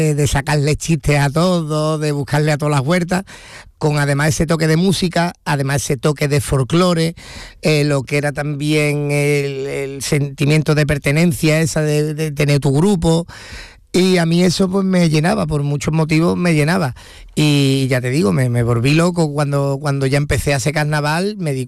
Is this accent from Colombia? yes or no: no; Andalusia, Spain; siempre he estado allí en San José, en mi pueblo, con mi familia